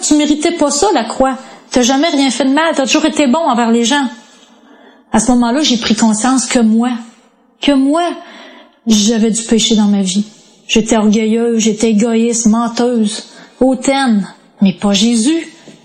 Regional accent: Quebec City, Quebec, Canada; born there; Moi, je suis née à Québec, dans une famille assez à l'aise, composée de 3 enfants.

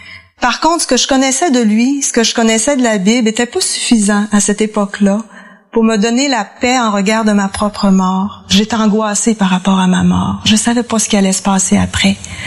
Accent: Saguenay, Quebec, Canada; Moi, j'ai grandi au Saguenay, dans une famille très chaleureuse, avec un père italien.

